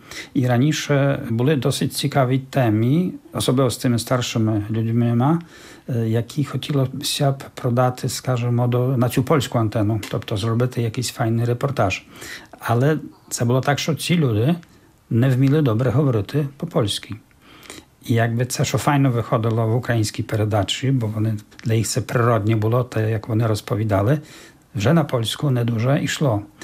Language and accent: Ukrainian; Czeremcha, Podlaskie Voivodeship, Poland; моя рідна Черемха також, бо це також такий сильний центр, ну, але є такі села довкола саме моєї місцевості